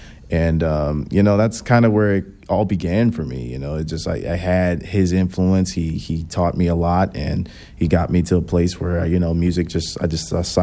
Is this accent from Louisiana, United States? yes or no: yes; Louisiana, United States; born there; also born or lived in Florida; Then we moved from Florida to where we now reside outside of New Orleans.